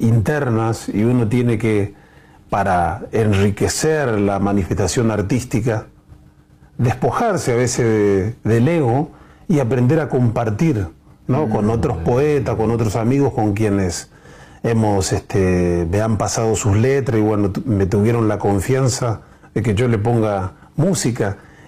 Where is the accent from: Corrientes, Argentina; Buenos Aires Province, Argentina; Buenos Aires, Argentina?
Corrientes, Argentina; Concepción; Yo soy de Concepción, del Yaguareté Corá. Mi pueblito me eligió embajador cultural